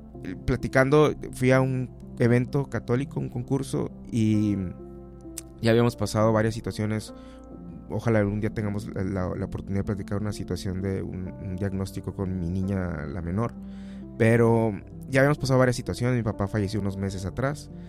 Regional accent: Mexico

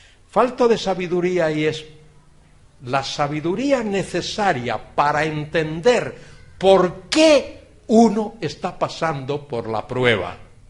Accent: Galicia, Spain; Yo vengo de una parte de Galicia que se llama Costa da Morte, Costa de la Muerte, porque allí las olas baten con una fuerza tremenda

